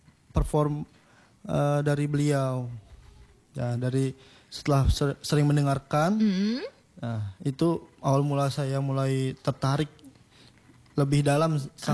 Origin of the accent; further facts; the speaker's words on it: South Tangerang, Banten, Indonesia; now in Bangka, Indonesia; Jadi saya ini aslinya dari Tangerang Selatan, cuma merantau ke Bangka, dan sekarang menjadi musisi Bangka, hitungannya rapper dari Bangka.